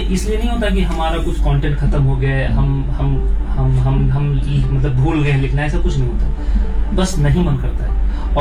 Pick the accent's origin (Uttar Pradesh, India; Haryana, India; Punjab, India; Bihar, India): Uttar Pradesh, India; Lucknow; मैं जैसे मैं लखनऊ से हूँ तो मेरी उर्दू थोड़ी अच्छी ग्रिप है उर्दू पे, मगर उतनी भी अच्छी नहीं।